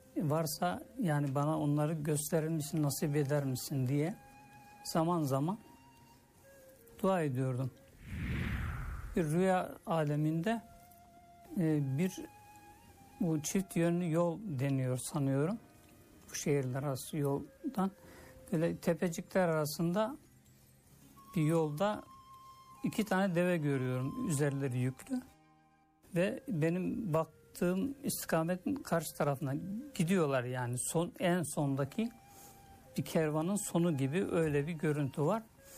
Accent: Eskişehir, Turkey; born there; Eskişehir 1953 doğumluyum.

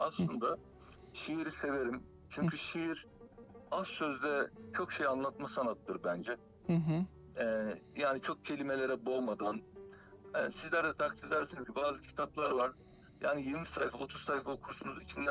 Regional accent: Sakarya, Turkey; benim memleketim Sakarya gelinim ben.

